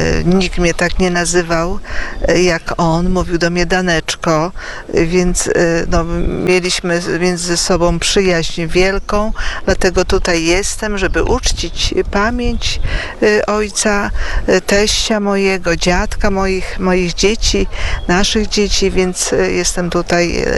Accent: Giżycko, Warmian-Masurian Voivodeship, Poland; My jesteśmy z Giżycka, z Mazur.

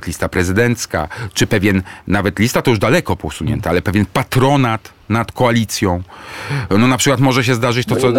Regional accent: Warsaw, Masovian Voivodeship, Poland; ale też jestem z Warszawki

